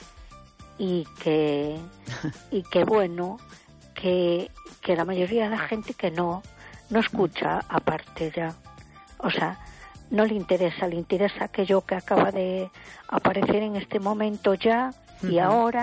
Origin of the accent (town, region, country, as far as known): A Coruña, Galicia, Spain